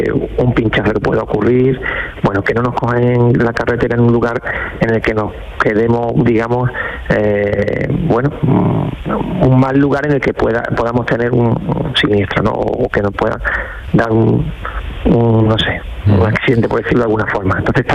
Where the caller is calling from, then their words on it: Dos Hermanas, Andalusia, Spain; A ver, de Dos Hermanas, Sevilla.